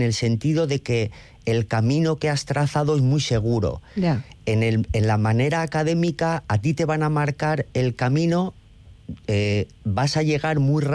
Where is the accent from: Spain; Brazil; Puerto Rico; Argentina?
Spain; Ortuella, Basque Country; yo soy de Ortuella, que es un pueblo pues absolutamente obrero, fruto de la inmigración.